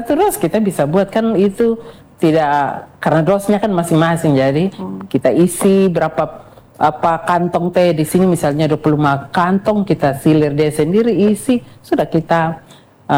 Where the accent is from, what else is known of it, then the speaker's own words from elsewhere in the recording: East Nusa Tenggara, Indonesia; Kita orang NTT